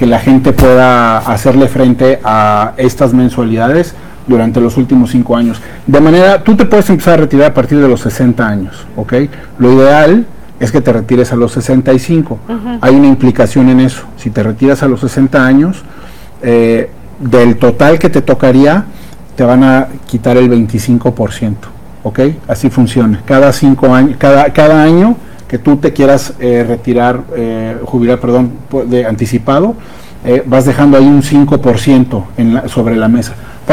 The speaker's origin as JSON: {"language": "Spanish", "country": "Mexico", "said": "si nuestra expectativa de vida hoy como mexicanos anda alrededor de los 80 años."}